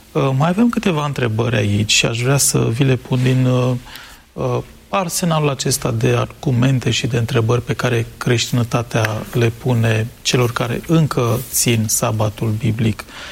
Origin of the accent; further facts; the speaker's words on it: Romania; noi, ca români